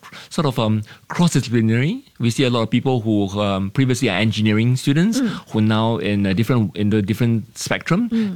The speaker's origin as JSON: {"language": "English", "country": "Singapore", "said": "We don't go in with the concept that I'm a Singaporean, I know everything, I'm here to educate you."}